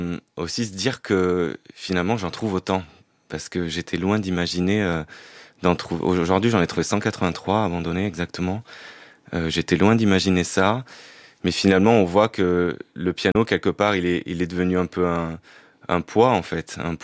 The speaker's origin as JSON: {"language": "French", "town": "Périgueux", "region": "Nouvelle-Aquitaine", "country": "France", "tie": "born or raised there", "said": "Périgueux, en Dordogne, là où j'ai grandi. J'ai grandi dans le Périgord."}